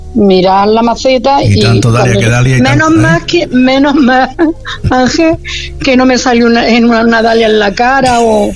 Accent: Almería, Andalusia, Spain; born there; now in Granada, Spain; Entonces, yo nací en Almería. Entonces, estoy en Granada, soy granadina de adopción.

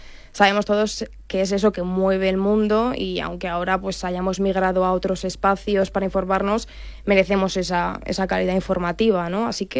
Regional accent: Alicante, Valencian Community, Spain; como decimos en Alicante, en mi tierra

